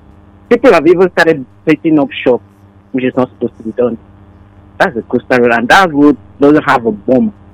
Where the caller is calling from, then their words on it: Nigeria; Yeah, I'm calling from Nigeria right now.